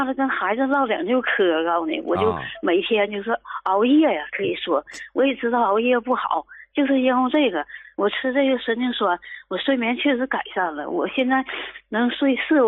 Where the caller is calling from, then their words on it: Shenyang, Liaoning, China; 我是沈阳的。